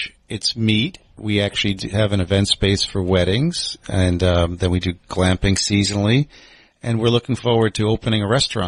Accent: New York City, New York, United States; moved away as an adult; now in Ghent, New York, United States; I grew up in Brooklyn, never did any farming, and came up here

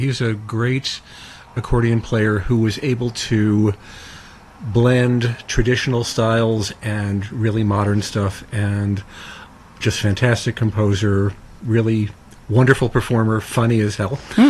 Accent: Bearsville, New York, United States; Yes, that's based in my home, in my hometown in Bearsville.

